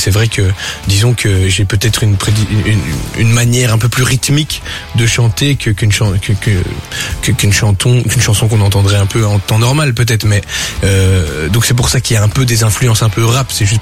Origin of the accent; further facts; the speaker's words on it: Belgium; parce que je suis belge.